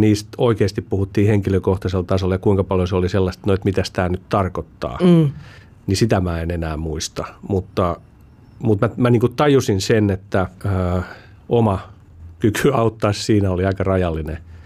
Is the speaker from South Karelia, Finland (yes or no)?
no; Helsinki, Uusimaa, Finland; mä oon helsinkiläinen